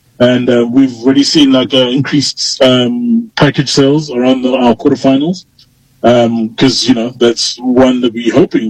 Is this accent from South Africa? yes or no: yes; South Africa; Less stress for us as South African fans.